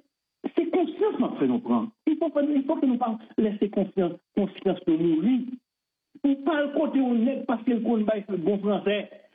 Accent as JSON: {"language": "French", "country": "Haiti", "said": "pas français, moi, je suis un haïtien, comme vous-même."}